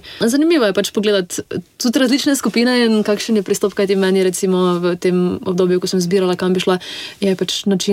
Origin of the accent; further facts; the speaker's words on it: Maribor, Drava, Slovenia; moved away as an adult; now in Ljubljana, Slovenia; jaz pa prihajam iz Maribora in sem v bistvu šla študirati v Ljubljano.